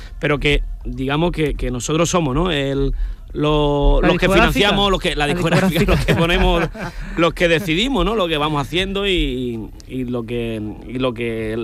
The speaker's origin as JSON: {"language": "Spanish", "town": "Rincón de la Victoria", "region": "Andalusia", "country": "Spain", "said": "porque nosotros somos de aquí, de Rincón de la Victoria, claro. de Málaga, un pueblo marinero"}